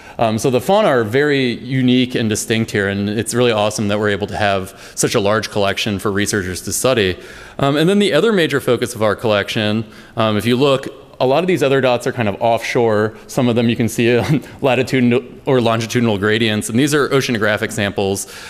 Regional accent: East Coast, United States; I grew up and my dad and aunt and uncle were really into fossil hunting. I grew up on the East Coast.

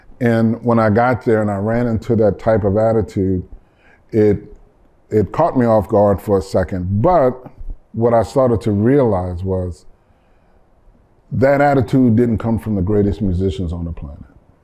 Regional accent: New Orleans, Louisiana, United States; You know, growing up in New Orleans, when I would run into other musicians, we'd always talk about music, what you're working on.

